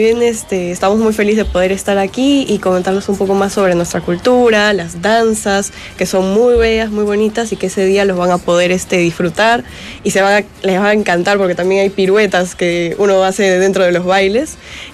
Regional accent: Pozuzo, Pasco, Peru; now in Lima, Peru; nosotros somos parte de la Asociación Pozuzina Polstanz Gruppe, que, bueno, participamos aquí en Lima, ya que nosotros hemos venido a la capital para estudiar

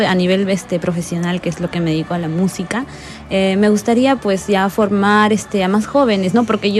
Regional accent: Peru; siendo peruanos, orgullosamente peruanos

